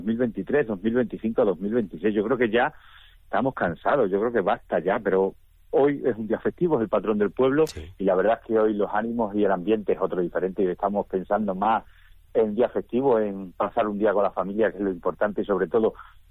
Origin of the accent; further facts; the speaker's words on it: Extremadura, Spain; como es conocido en mi pueblo de hace 40 años